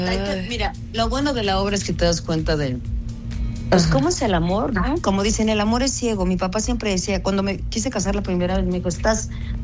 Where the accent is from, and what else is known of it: Mexico